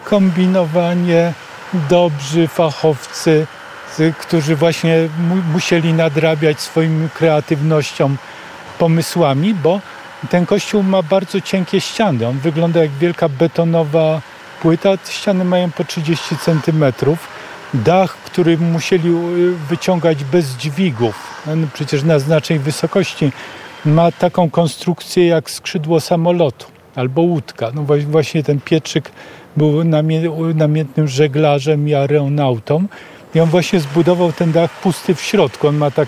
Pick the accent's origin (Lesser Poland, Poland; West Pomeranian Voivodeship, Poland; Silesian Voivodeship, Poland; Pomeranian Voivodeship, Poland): Lesser Poland, Poland; Kraków; also born or lived in Nowa Huta, Kraków; ja jestem, podobnie jak architekt, który zrobił to Centrum E, Romuald Legler, jesteśmy krowodrzaninami. Tak, mieszkaliśmy na Mazowieckiej w jednym bloku 125